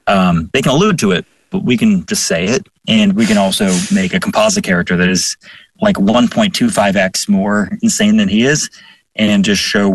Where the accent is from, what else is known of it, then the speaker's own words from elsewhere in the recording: Chicago, Illinois, United States; I'm from Chicago. We got the bejesus beaten us out of us by people.